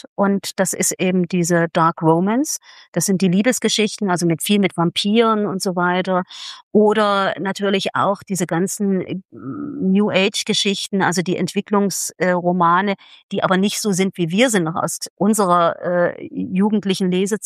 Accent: East Germany, Germany; now in Dresden, Germany; Wir haben das damals als Ostdeutsche nicht bemerkt, weil wir es nicht bemerken wollten.

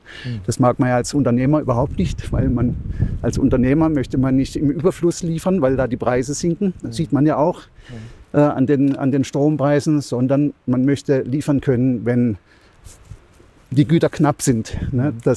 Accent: Freiburg, Baden-Württemberg, Germany; ich bin Freiburger.

